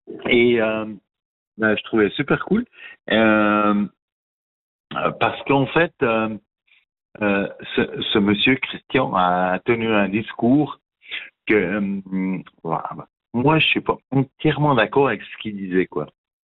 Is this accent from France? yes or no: no; Switzerland; Parce que moi, je ne suis pas de Genève, je suis de la Broye.